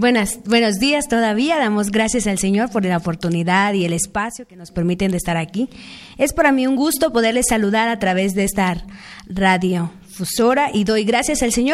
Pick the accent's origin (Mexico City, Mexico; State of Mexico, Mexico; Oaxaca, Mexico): Oaxaca, Mexico; Ayoquesco de Aldama; Soy originaria de Ayoquesco de Aldama, Oaxaca, México.